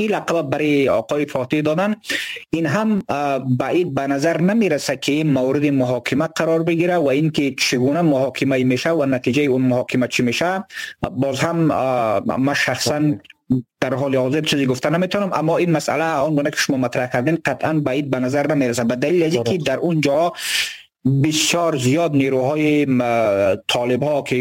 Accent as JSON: {"language": "Persian", "region": "Badakhshan", "country": "Afghanistan", "said": "حالا از نظر ما که قضایا را دنبال میکردیم و از بدخشان هستیم،"}